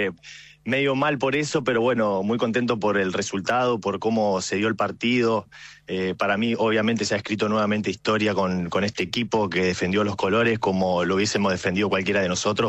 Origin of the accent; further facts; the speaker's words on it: Bahía Blanca, Buenos Aires Province, Argentina; yo soy de Bahía Blanca.